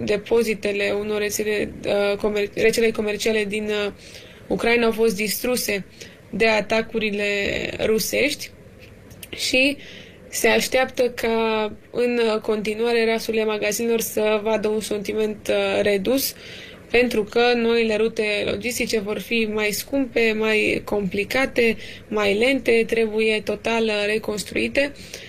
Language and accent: Romanian; Romania; noi, ca și români